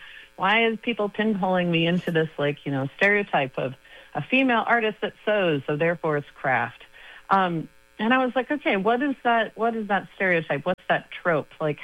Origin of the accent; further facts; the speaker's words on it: Montana, United States; moved away; Growing up in Montana